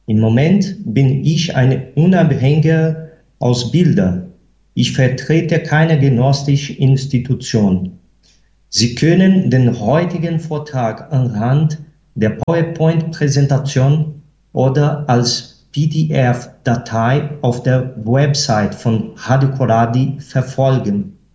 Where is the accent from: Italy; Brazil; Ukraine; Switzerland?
Brazil; German is a second language; ich bin Brasilianer.